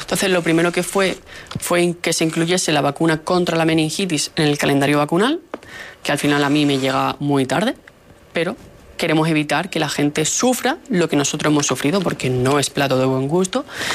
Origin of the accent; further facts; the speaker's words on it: Andalusia, Spain; y allí en Andalucía, que nosotros somos de Andalucía, se ha hecho una orden